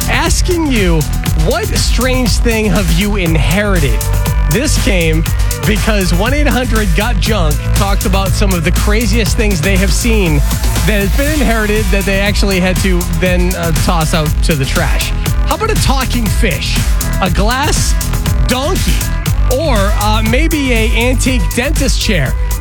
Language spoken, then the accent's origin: English; Fairborn, Ohio, United States; especially if you're listening to my hometown of Fairborn